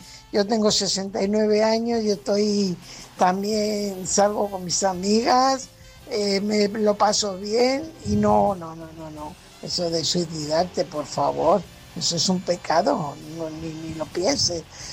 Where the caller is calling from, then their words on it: Fuenlabrada, Community of Madrid, Spain; corresponsal de Fuenlabrada.